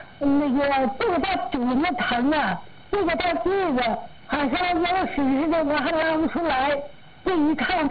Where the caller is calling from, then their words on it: Jilin, China; 我是吉林的高冷的士。